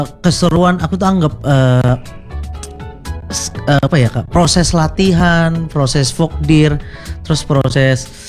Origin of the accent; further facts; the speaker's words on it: East Java, Indonesia; Iya sih, benar, aku dari Jawa Timur.